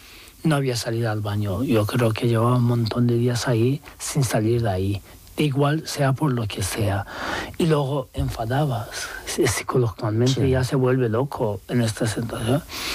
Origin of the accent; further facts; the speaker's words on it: Turkey; Spanish is a second language; now in Spain; igual que seas también turco, porque digo, soy turco y podía pasar más fácil que el otros muchos, pero de igual forma molestaban mucho y querían deportarme a Irán. Que una persona de repente como un ángel llevó y me ayudó a venirme a España.